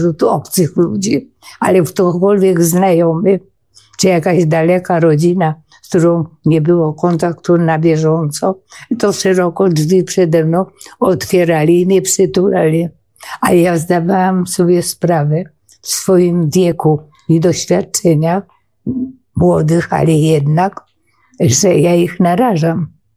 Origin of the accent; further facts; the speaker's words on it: Masovian Voivodeship, Poland; bo ja w ogóle mieszkałam, wychowywałam się w Cytadeli od urodzenia, z uwagi na to, że ojciec wojskowy.